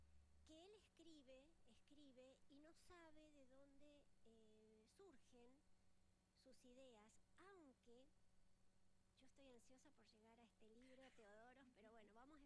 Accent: Neuquén, Argentina; yo soy neuquina

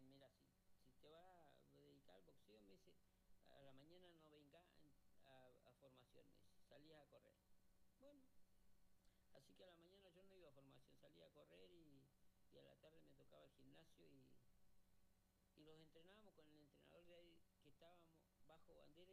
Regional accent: Centenario, Neuquén, Argentina; vuelvo a Centenario, como usted dijo, mi tierra, lo más grande que hay.

